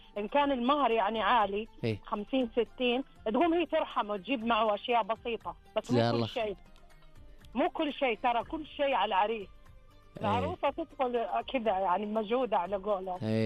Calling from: Mecca, Makkah Province, Saudi Arabia

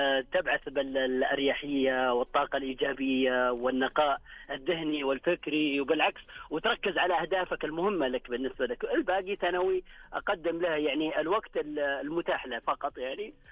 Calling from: Riyadh, Riyadh Province, Saudi Arabia; من الرياض.

